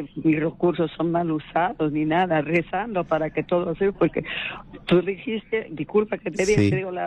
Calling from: Ventanilla, Callao, Peru; Ventanilla, Callao.

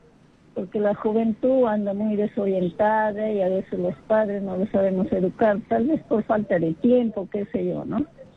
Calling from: Trujillo, La Libertad, Peru; Buenas noches … de Trujillo.

